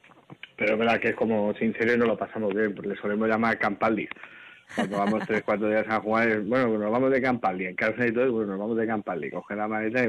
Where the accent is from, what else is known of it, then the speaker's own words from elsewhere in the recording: Iturrama, Navarre, Spain; de 8 miembros de hoy en día del grupo, es que 6 me parece que somos de Iturrama, del mismo instituto